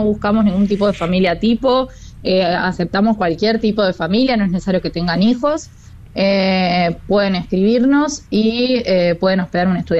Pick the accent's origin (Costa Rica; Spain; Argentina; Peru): Argentina; Concordia, Entre Ríos; moved away as an adult; also born or lived in Buenos Aires; now in Rosario, Argentina; desde ahí yo empecé a ser voluntaria en mi ciudad natal. Yo soy de Concordia, Entre Ríos, me mudé a Buenos Aires, donde estudié mi carrera, y también fui voluntaria ahí, y terminé acá en Rosario